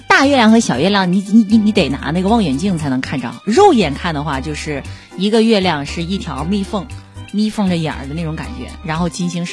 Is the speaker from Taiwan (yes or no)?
no; Changsha, Hunan, China; 我觉得咱们长沙人就是有这个好心态。